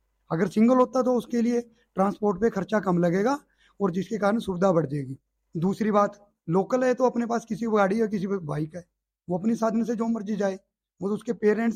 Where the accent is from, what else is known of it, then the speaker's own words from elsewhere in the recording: Rajapur, Punjab, India; और मैं गांव Rajapur post office Kellen district Mohali तहसील डेराबसी से रहने वाला हूं।